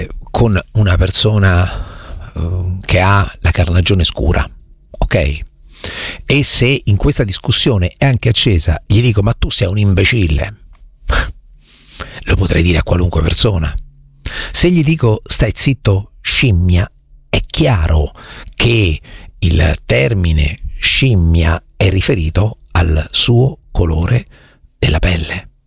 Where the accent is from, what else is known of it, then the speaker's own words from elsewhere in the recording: Marche, Italy; io sono marchigiano, quindi per me il lavoro è fatica. Nelle Marche non si dice vado a lavorare, si dice vado a fatica.